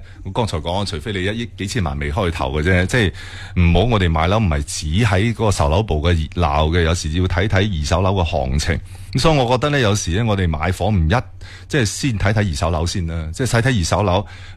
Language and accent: Cantonese; Foshan, Guangdong, China; 我哋佛山